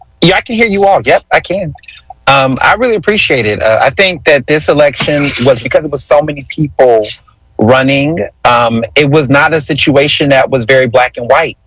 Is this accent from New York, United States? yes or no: no; Texas, United States; now in Philadelphia, United States; you know, I grew up in Texas, and I kept telling people that Philadelphia sometimes don't take advantage of the rights that we do have.